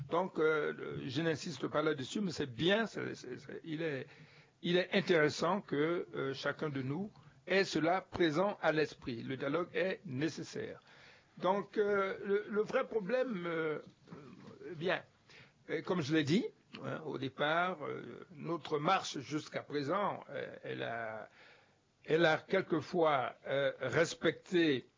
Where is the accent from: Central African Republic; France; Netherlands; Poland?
Central African Republic